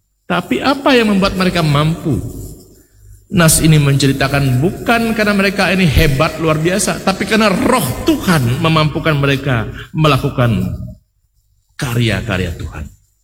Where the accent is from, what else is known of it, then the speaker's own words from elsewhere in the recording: Central Kalimantan, Indonesia; kita ini orang-orang Dayak yang terbelakang, kalah dibandingkan suku-suku pedagang.